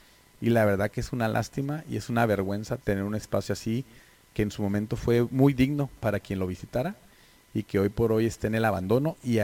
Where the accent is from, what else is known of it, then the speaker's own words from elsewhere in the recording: Tijuana, Baja California, Mexico; yo soy de Tijuana, mi familia es de Tijuana, como lo decía, yo voy a perecer aquí, esperemos en esta ciudad